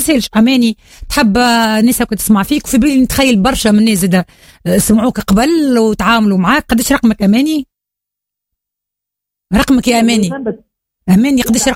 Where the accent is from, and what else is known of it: Tunisia